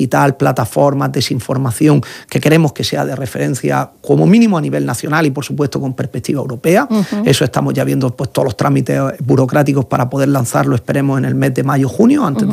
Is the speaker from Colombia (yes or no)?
no; Spain